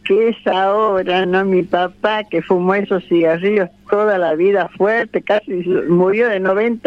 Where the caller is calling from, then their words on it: Tucumán, Argentina; yo soy tucumana y mi abuela vivía en Salta.